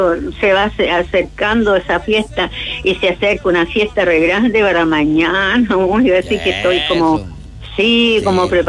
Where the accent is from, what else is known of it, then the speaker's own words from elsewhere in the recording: Chile; Yo soy del pueblo y soy chilena.